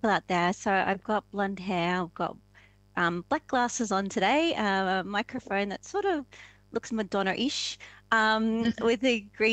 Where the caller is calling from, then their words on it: Tasmania, Australia; And I'm coming from Lutawita, Tasmania. So like Jared, down here on the island below, you know, south of Australia.